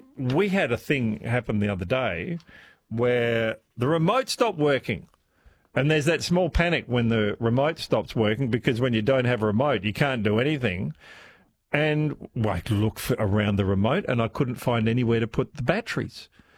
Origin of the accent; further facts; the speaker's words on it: Perth, Western Australia, Australia; Mind you, I'm from Perth as well, so I'm not sure if it was a West Australian thing.